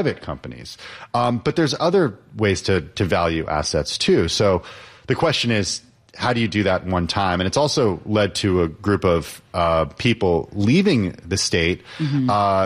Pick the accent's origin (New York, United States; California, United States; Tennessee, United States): California, United States; Oh, I'm a Californian, yeah.